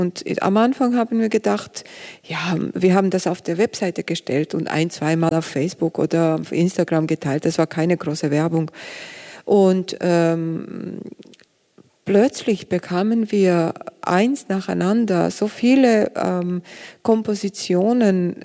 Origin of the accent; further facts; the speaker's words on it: Georgia; German is a second language; Genau, und das, das ist für mich, also Georgien ist meine Heimat und deswegen war das auch sehr wichtig für mich und klar auch.